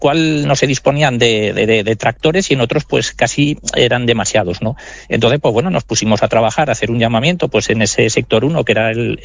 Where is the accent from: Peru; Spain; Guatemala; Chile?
Spain; Huesca, Aragon; porque soy de Huesca y tampoco los tengo muy cogidos